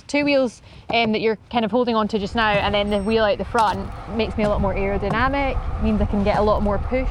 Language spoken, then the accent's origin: English; Glasgow, Scotland, United Kingdom; born there; to be really close to my hometown